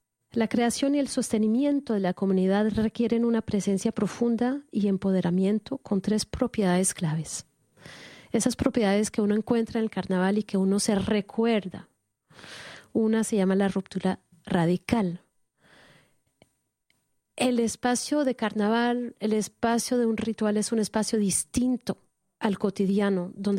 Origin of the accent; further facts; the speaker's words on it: Netherlands; Evoqué que yo crecí en Holanda